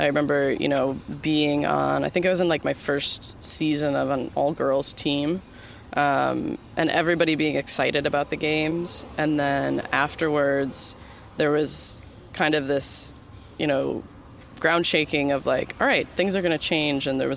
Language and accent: English; Detroit, Michigan, United States; moved away; I grew up in Detroit